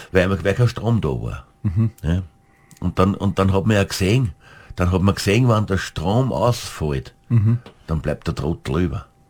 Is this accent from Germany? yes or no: no; St. Pölten, Lower Austria, Austria; also ich liebe mein Heimatort, St. Pölten